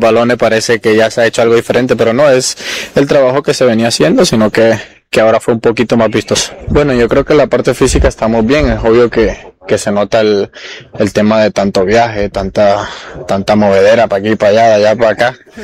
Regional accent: Colombia; yo creo que sabemos cómo no somos nosotros los colombianos en ese sentido

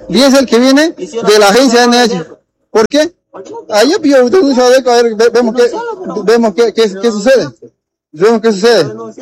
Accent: Villa Paraíso, Bolivia; No, soy de Villa Paraíso. No, yo soy de Villa Paraíso.

